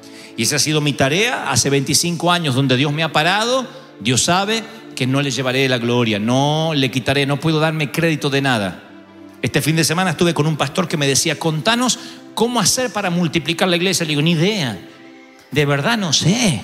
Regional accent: Argentina; Quien no me conoce y que sabe que soy argentino dice

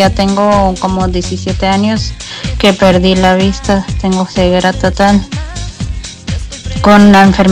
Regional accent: Guatemala; now in Palestine; yo nací en Guatemala, viví toda mi infancia en Guatemala y ahorita estoy radicando en territorios palestinos porque mis padres son de aquí de Palestina.

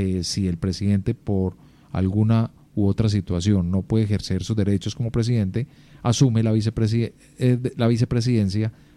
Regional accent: Antioquia, Colombia; Yo creo que el antioqueño, no dejamos de ser regionalistas, los antioqueños también nos caracterizamos por ello

